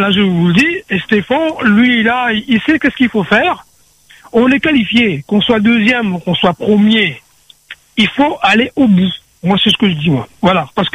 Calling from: Réunion, France; J'habite à la Réunion, d'accord. Je suis rayonnais, mais avant tout, je suis rayonnais français.

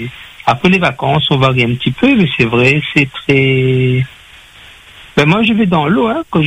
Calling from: Saint-Denis, Réunion; Donc j'habite à Saint-Denis, 45 ans.

